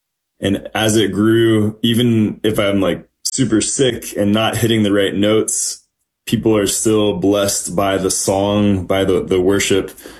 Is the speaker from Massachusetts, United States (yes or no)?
no; Florida, United States; We grew up in Florida